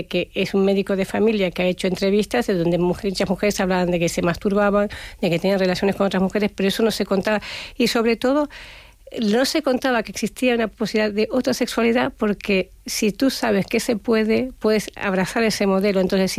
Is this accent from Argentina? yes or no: yes; Argentina; yo he vivido, yo soy argentina, en Argentina, de los años 80 o 70